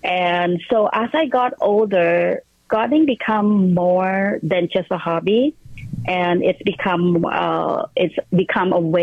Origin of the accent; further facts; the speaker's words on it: Cambodia; moved away; I grew up in Cambodia, we in the Southeast Asia.